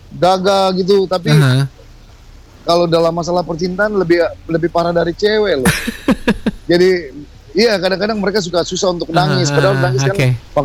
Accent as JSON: {"language": "Indonesian", "region": "Papua", "country": "Indonesia", "said": "memang ya kita dari Papua tuh memang sudah punya seni itu sudah melekat di pribadi masing-masing, seni dan olahraga ya."}